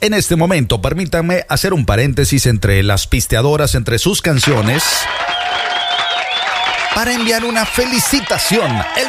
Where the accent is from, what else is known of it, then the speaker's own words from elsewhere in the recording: Veracruz, Mexico; moved away; Aunque soy de Veracruz, pero no de Catemaco.